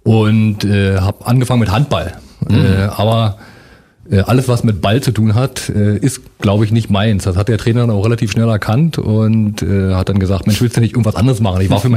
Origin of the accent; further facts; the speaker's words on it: Eisenhüttenstadt, Brandenburg, Germany; now in Potsdam, Germany; ich komme aus Eisenhüttenstadt, bin geborener Eisenhüttenstädter und bin dann zu DDR-Zeiten 1982 nach Potsdam gekommen.